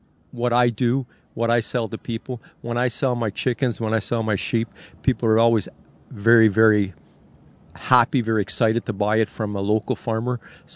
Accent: Montreal, Quebec, Canada; now in Winnipeg, Canada; I'm actually from Montreal. I'm ex-military and I retired here in Winnipeg.

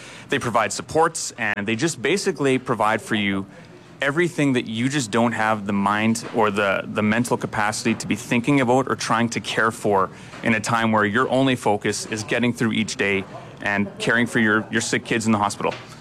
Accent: Blumenort, Manitoba, Canada; we're local. We're from Bloemenort here.

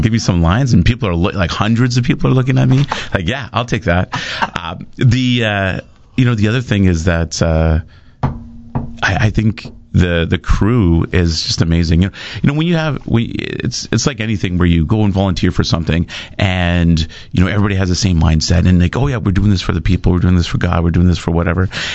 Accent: Winnipeg, Manitoba, Canada; although I come from Winnipeg, the reason this is an easy trip

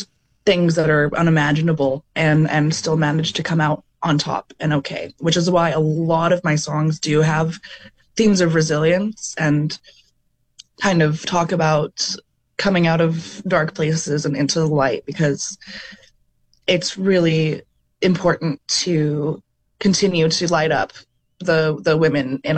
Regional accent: Pinawa, Manitoba, Canada; born there; I was born in Pinawa, Manitoba, and love nature as a result of that.

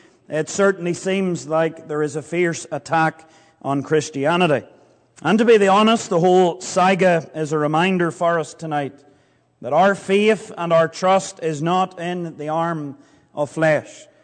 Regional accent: United Kingdom; now in Calgary, Canada; being British

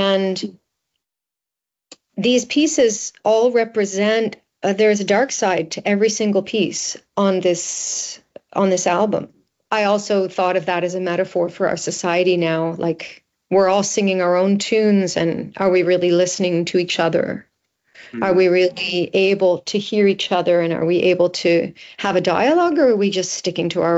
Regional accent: Canada; as a Canadian

